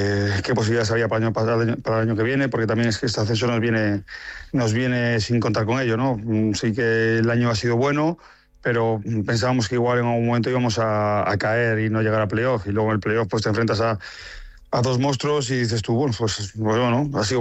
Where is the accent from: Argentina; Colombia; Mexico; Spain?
Spain; Valladolid, Castile and León; creo que todos los que somos pucelanos pues hemos respirado